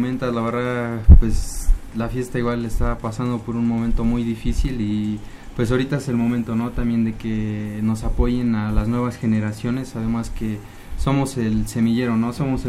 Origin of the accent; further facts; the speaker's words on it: Tetla, Tlaxcala, Mexico; born there; en mi tierra, en Tetla